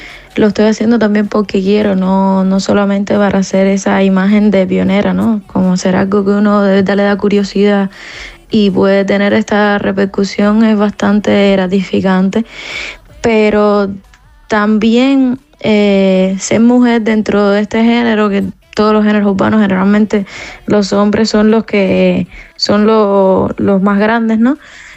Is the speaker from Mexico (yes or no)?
no; Cuba; now in Madrid, Spain; ¿Qué voy a echar de menos si aquí hay un calor que no puedo con mi vida? No puedo más.